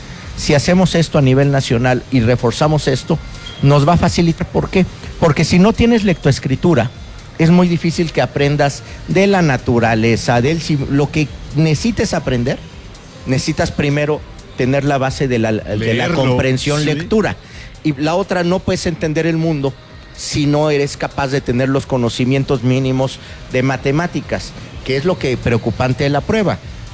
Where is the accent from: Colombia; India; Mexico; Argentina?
Mexico